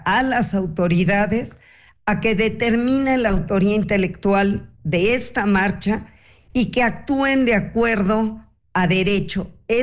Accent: Mexico; y que se pagan impuestos, y que somos mexicanos.

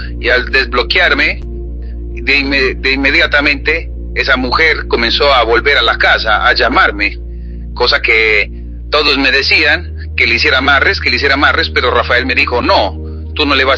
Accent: Peru; moved away as an adult; now in United States; Yo vine del Perú aquí a Estados Unidos. Llegué en el 92, más o menos, aproximadamente.

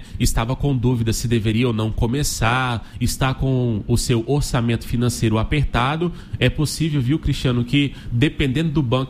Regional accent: Ji-Paraná, Rondônia, Brazil; a minha cidade natal é Ji-Paraná

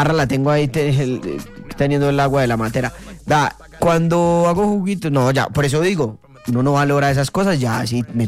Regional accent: Antioquia, Colombia; ejemplo, en Antioquia, si Luda va a mi casa, ya no va a lavar la loza.

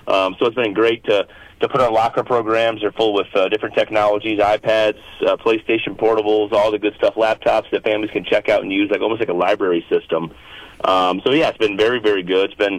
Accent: South Dakota, United States; growing up in South Dakota

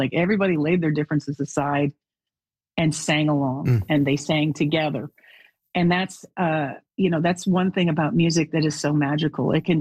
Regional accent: Canada; now in Nashville, United States; Being Canadian, it is a huge part of my identity, always has been. I know when I came to Nashville and started making records, I had been living here for 8 years

